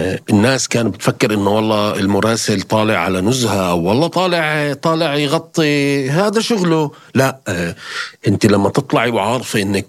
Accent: Palestine; انا كفلسطيني برضو عشت حروب وبرضو تحت الاحتلال

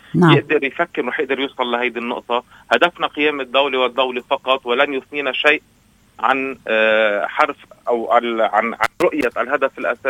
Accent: Lebanon; الوضع القائم عندنا بلبنان.

